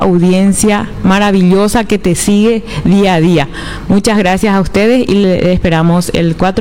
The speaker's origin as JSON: {"language": "Spanish", "town": "Nueva Alborada", "region": "Itapúa", "country": "Paraguay", "tie": "born or raised there", "said": "mi pueblo, mi querido pueblo Nueva Alborada, nacida, criada o malcriada ahí, pero estoy ahí."}